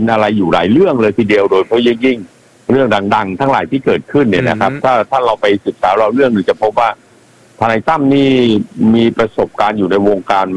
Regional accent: Samut Sakhon, Thailand; ผมก็เป็นคนสมุทรสาคร

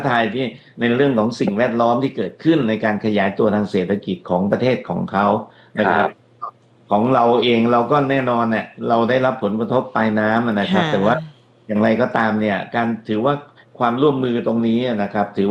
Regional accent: Chiang Rai, Thailand; เพราะว่าผมโตในจังหวัดเชียงรายแล้วก็ได้กินน้ำได้กินปลาในแม่น้ำนะครับ

